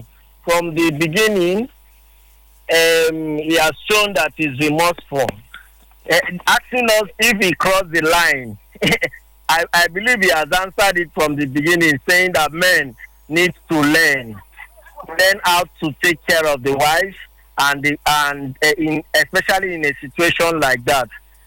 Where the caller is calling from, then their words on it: Port Harcourt, Rivers, Nigeria; I'm calling from Port Harcourt.